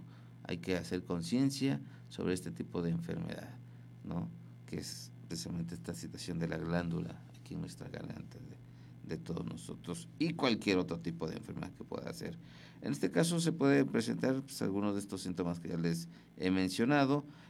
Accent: Mexico

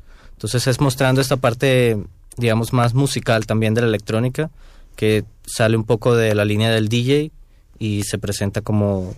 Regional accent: Barranquilla, Atlántico, Colombia; now in Bogotá, Colombia

